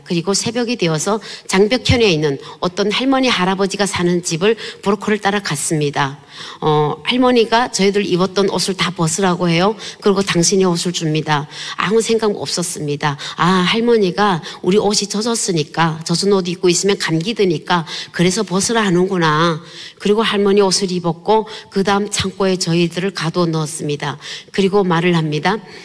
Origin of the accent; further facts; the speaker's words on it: North Korea; 그러면 내가 공안에 가서 내 발로 나 북한 사람입니다 하고 북한에 건너갈 거라고.